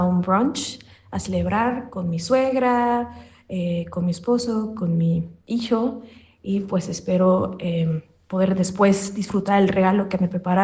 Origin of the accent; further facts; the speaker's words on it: Mexico; now in Switzerland; Pues a mí me gusta festejar doble, pues también soy mexicana, entonces sí le recuerdo a mi pareja que el 10 de mayo es en México